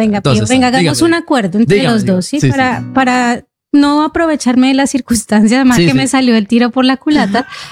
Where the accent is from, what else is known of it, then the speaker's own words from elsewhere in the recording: Bogotá, Colombia; Porque yo soy de Bogotá y uno tiene que aprovecharse las circunstancias.